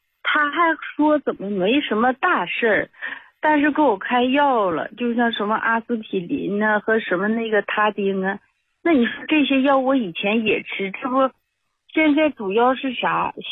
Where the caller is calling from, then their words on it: Heilongjiang, China; 啊，我是黑龙江的一个新听众。